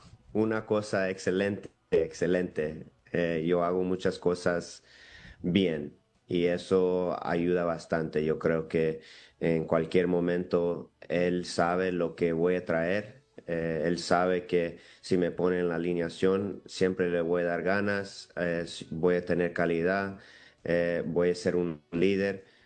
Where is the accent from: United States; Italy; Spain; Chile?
United States; Los Angeles, California; moved away as an adult; also born or lived in Seattle; Yo nací en Los Ángeles, me crecí ahí, 18 años. Y me fui al colegio, a la universidad en Seattle y ahí me quedé otros 12, 13 años ahí en Seattle. Y la verdad son dos ciudades donde crecí